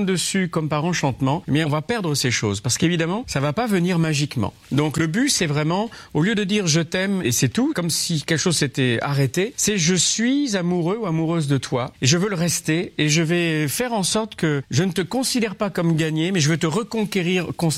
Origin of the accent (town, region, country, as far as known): France